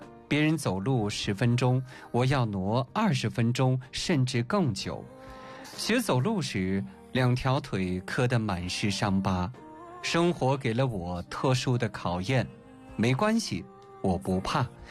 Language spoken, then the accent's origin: Chinese; Ningxia, China; 我就是生长在西海固的一株小草，扎根越深，茎挺得越韧。今天我的家乡从干沙滩变成了金沙滩